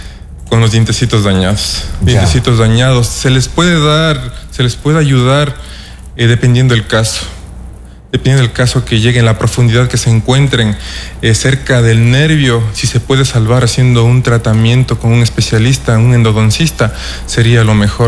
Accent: Otavalo, Imbabura, Ecuador; moved away as an adult; now in Santo Domingo, Ecuador; De la provincia de Imbabura, soy de Otavalo.

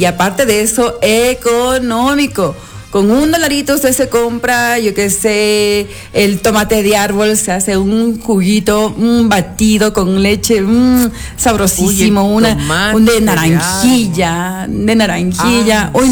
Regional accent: Ecuador; moved away; ahora que estoy aquí en mi país

